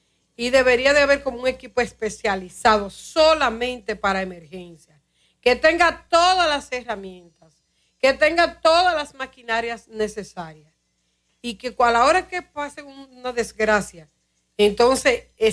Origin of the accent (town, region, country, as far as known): Dominican Republic